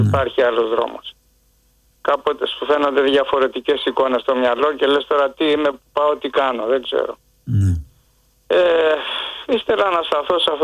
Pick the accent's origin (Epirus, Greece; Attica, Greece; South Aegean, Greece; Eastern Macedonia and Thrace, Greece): Attica, Greece; Piraeus; είμαι από Πειραιά.